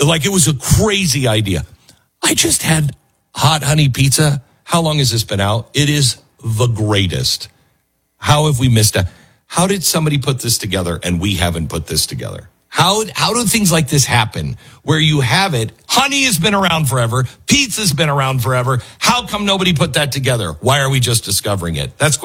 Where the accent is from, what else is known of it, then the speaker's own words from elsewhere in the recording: Seattle, Washington, United States; moved away; I moved from the West Coast, Seattle, where we had pineapple pizza all the time, Hawaiian pizzas. And that was part of my life growing up, Hawaiian pizza.